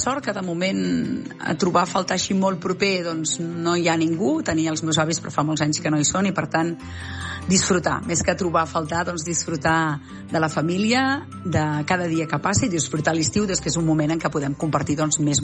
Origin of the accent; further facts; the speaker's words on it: Berga, Catalonia, Spain; now in Sant Cugat del Vallès, Spain; Jo sóc de Berga i, per tant, el mar no es veu, i on visc a Sant Cugat tampoc es veu el mar.